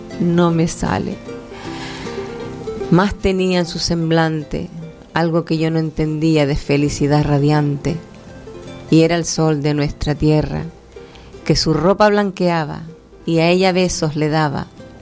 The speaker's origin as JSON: {"language": "Spanish", "region": "Canary Islands", "country": "Spain", "said": "la de mi tierra, nuestra tierra guanche."}